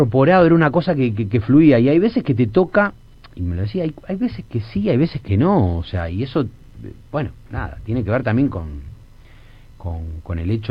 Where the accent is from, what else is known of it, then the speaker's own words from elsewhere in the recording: Rosario, Santa Fe, Argentina; soy rosarino de Newell.